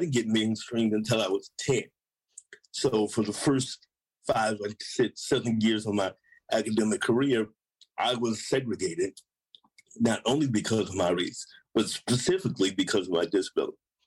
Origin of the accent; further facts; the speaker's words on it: St. Louis, Missouri, United States; I came from St. Louis, Missouri, in the, at the end of the 60s and the 70s. And it's very segregated. It was the northernmost antebellum South State.